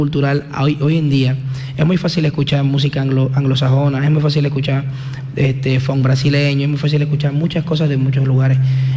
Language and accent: Spanish; Barranquilla, Atlántico, Colombia; Yo soy más barranquillero que otra cosa.